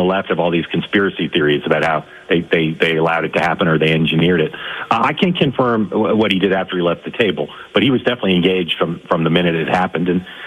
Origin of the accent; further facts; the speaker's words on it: United States; I'm a American and I'm a dad and a husband, but also a reporter.